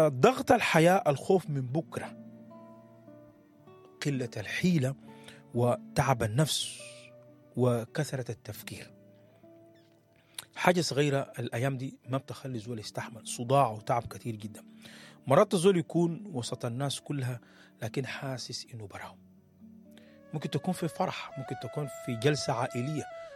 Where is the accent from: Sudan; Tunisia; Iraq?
Sudan; واحنا كسودانيين متعودين